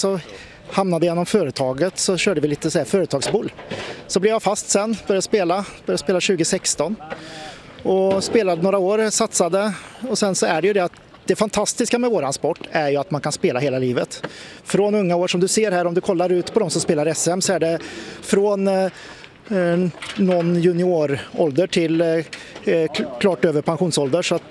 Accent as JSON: {"language": "Swedish", "town": "Årjäng", "region": "Värmland", "country": "Sweden", "tie": "born or raised there", "said": "Man hör det inte längre, jag har bott många år i Skaraborg nu, men jag växte upp i Årjäng."}